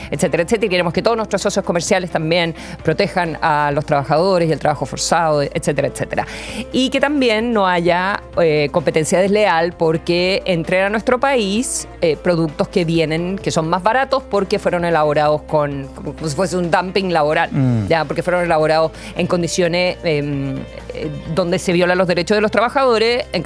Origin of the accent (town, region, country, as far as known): Chile